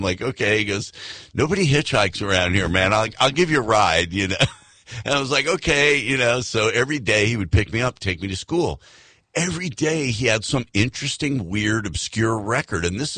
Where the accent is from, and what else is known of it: Illinois, United States; born or raised there; also born or lived in New York